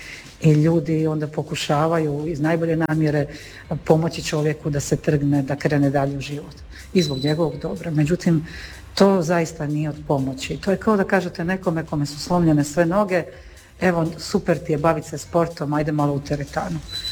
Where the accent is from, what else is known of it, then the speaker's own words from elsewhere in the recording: Split, Split-Dalmatia County, Croatia; iz Splita sam pa je to lokacija gdje mi šetamo i penjemo se kad imamo snage.